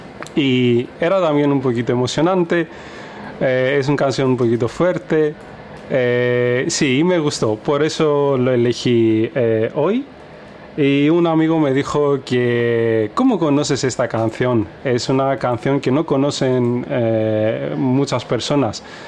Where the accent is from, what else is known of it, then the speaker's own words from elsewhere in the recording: Greece; Spanish is a second language; moved away as an adult; now in Stuttgart, Germany; soy de Grecia. Llevo más o menos 8 años viviendo en Stuttgart.